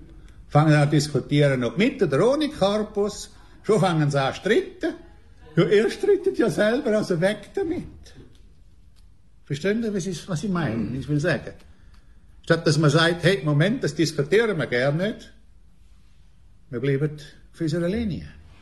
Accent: Altstätten, St. Gallen, Switzerland; ich komme aus Altstädten, und Altstädten war damals ein Jahr lang in der ACB.

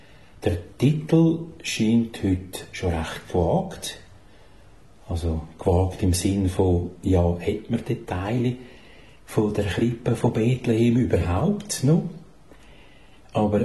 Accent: Switzerland; Zum einen liegt Maria zum Schnee auf Rigi Klösterli gar nicht so weit weg von meinem Heimatdorf Alchwil

